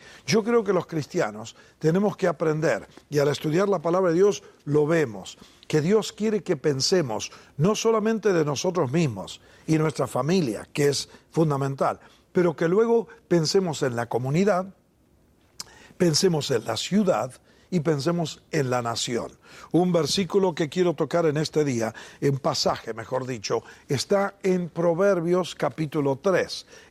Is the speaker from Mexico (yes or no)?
no; Argentina; born there; Como muchos de ustedes saben, nací en la República Argentina, un país que tenía un estudio religioso y una conducta religiosa un poco extraña cuando yo era niño.